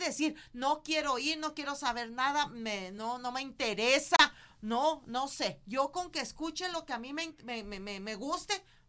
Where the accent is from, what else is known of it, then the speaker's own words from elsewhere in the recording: Pesquería, Nuevo León, Mexico; born there; allá a Pesquería, donde yo nací.